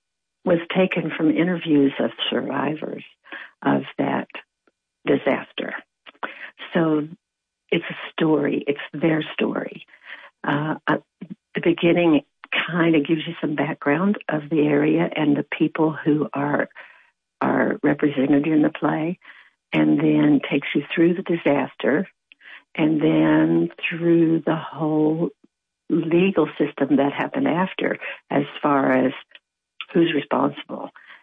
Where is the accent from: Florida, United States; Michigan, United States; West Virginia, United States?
West Virginia, United States; I grew up in West Virginia.